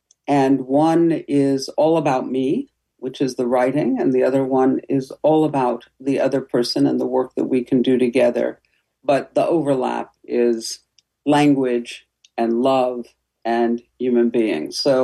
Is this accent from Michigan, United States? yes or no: no; New York, United States; now in Connecticut, United States